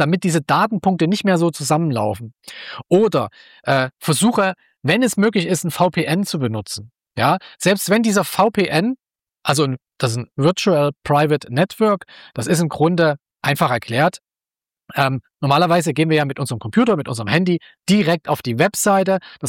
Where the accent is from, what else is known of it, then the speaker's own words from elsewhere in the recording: Leipzig, Saxony, Germany; born there; Ich bin ja in der DDR geboren. Ich bin ja 1974 in Leipzig geboren und habe 15 Jahre die DDR noch miterlebt.